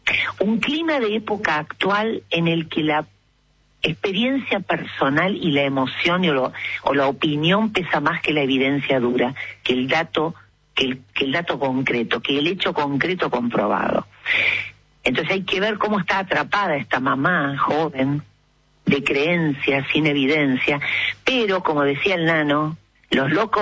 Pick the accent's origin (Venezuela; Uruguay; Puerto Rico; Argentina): Argentina; yo hablo de Argentina porque a mí me interesa mi gente.